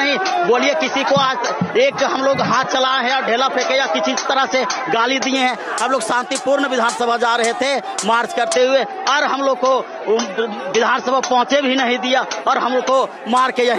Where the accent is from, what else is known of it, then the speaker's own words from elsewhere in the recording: Hazaribagh, Jharkhand, India; वो हम हजारीबाग से हैं।